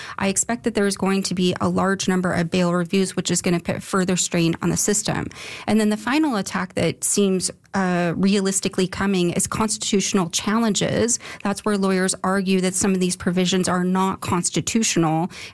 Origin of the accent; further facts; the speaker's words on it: Canada; we as a Canadian society